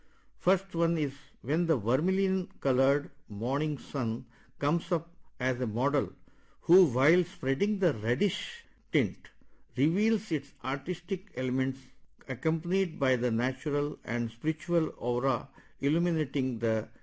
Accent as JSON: {"language": "English", "town": "Varanasi", "region": "Uttar Pradesh", "country": "India", "tie": "born or raised there", "said": "I was born and brought up in Varanasi"}